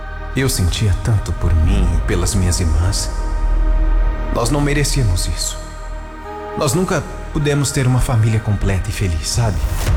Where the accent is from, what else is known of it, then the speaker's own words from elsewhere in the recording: Ilhéus, Bahia, Brazil; Nasci na cidade de Ilhéus, na Bahia, onde passei um período da minha infância que não foi tão feliz assim.